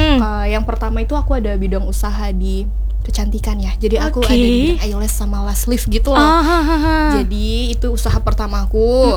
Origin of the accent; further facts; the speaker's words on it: Java, Indonesia; Karena aku itu orang Jawa, ibu aku juga orang Jawa.